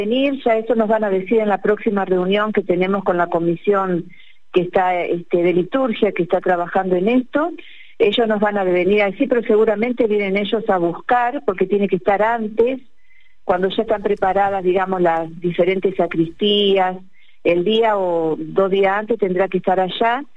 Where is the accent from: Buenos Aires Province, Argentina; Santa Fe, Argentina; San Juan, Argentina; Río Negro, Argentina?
Santa Fe, Argentina; Rosario; now in Córdoba, Argentina